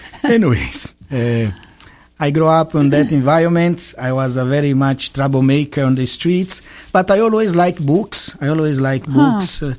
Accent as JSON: {"language": "English", "town": "Brasília", "region": "Federal District", "country": "Brazil", "tie": "born or raised there", "second_language": "English", "moved": "yes", "lives_now": "United States", "said": "So I was born, I'm from Brasilia. Brasilia is the capital of Brazil."}